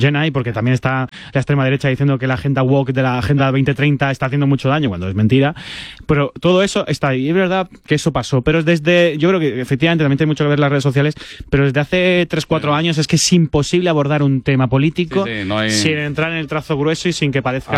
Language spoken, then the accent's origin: Spanish; Granada, Andalusia, Spain; now in Madrid, Spain; Yo que vengo de Granada lo sé, lo que yo vivo aquí en Madrid